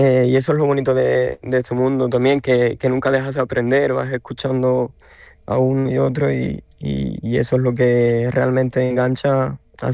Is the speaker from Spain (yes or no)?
yes; Andalusia, Spain; now in France; La gente de aquí se creen que soy de Francia y los de Francia saben que soy andaluz.